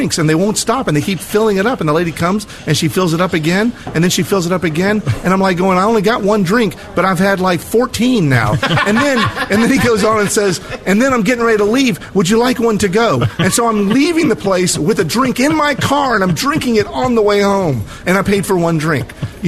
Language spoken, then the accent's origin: English; United States; In saying that I'm an American, and I appreciate everyone who did that.